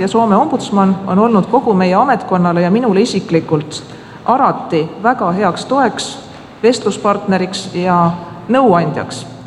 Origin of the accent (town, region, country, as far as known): Southern Estonia, Estonia; born or raised there